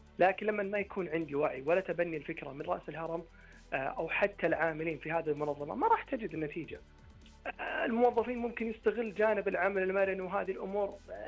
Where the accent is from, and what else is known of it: Saudi Arabia